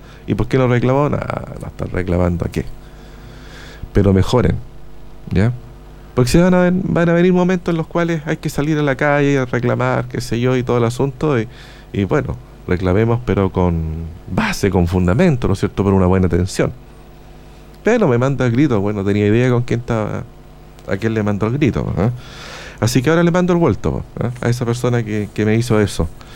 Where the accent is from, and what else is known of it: Chile